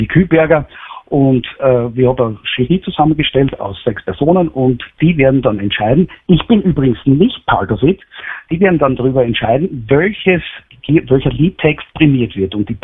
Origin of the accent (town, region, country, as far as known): Styria, Austria